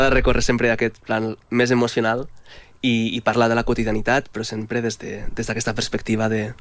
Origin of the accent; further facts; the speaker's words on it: Catalonia, Spain; born there; Jo sóc nascut al Pallars.